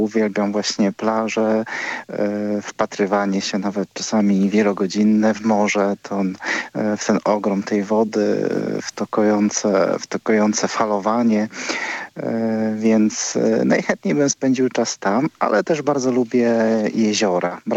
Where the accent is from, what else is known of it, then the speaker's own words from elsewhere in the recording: Lubusz Voivodeship, Poland; Sam zresztą wychowałem się w swojej rodzinnej miejscowości, takiej małej wsi właśnie tutaj w województwie lubuskim, jakieś 30 km od Gorzowa Wielkopolskiego. Całe moje dzieciństwo spędziłem takim pięknym, bardzo malowniczym jeziorem.